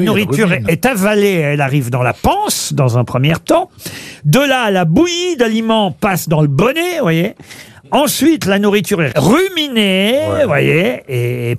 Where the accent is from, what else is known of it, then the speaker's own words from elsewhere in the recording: France; Ça, c'est chez nous en France, pas en Belgique.